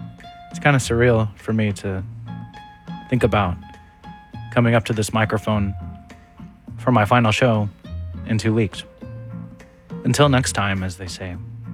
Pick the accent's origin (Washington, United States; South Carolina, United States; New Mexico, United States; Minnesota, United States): Washington, United States; Taholah; I'm Quinault from Tahola on the mouth of the Quinault River. Coastal community out there in Grace Harbor.